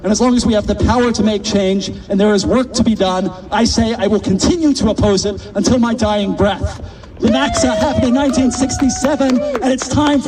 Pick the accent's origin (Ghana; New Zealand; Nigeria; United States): New Zealand; I'm ashamed as a New Zealander